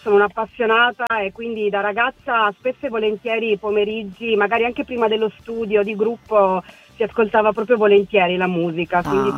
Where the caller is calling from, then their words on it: Turin, Piedmont, Italy; Io sono a Torino, sono proprio nel traffico di Torino